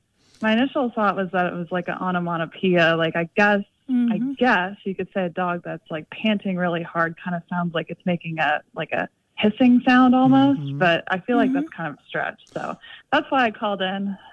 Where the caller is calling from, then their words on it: Washington, District of Columbia, United States; I'm calling from Washington, D.C.